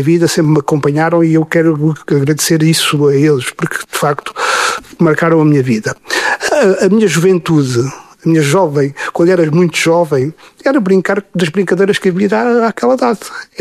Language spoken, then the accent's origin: Portuguese; Arronches, Portalegre, Portugal; A minha infância foi toda feita em Arronches, porque o meu pai era guarda fiscal. Quando eu nasci, ele já vem para Arronches e a minha infância é passada com...